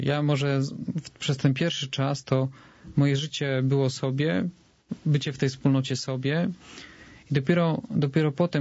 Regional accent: Warsaw, Masovian Voivodeship, Poland; Ja akurat wychowałem się w bardzo dobrej części Warszawy, nazywa się Międzylesie, więc jest to już takie bardziej spokojniejsze.

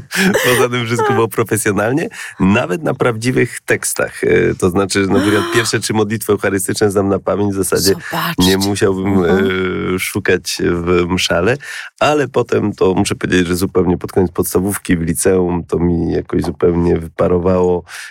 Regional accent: Poznań, Greater Poland Voivodeship, Poland; ja pochodzę z Poznania

